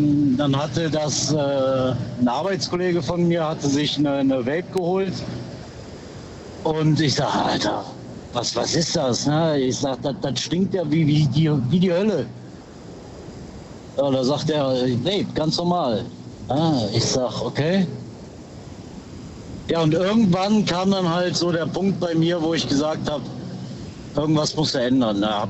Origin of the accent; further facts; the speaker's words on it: Düren, North Rhine-Westphalia, Germany; Immer noch aus Düren.